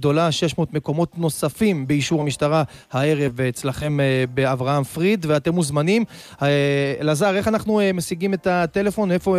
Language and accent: Hebrew; Netanya, Central District, Israel; אני יליד נתניה